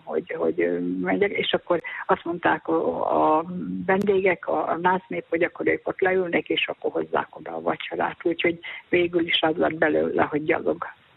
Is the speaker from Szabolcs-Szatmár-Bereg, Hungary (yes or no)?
yes; Paszab, Szabolcs-Szatmár-Bereg, Hungary; born there; moved away as an adult; now in Ibrány, Hungary; hát végül is képzelje már el, hogy én Paszabon születtem, ahol a híres világhírű paszabi szőtteseket szövik.